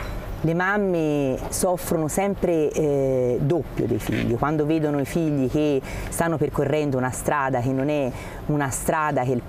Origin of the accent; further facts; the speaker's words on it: Siena, Tuscany, Italy; vengo da Siena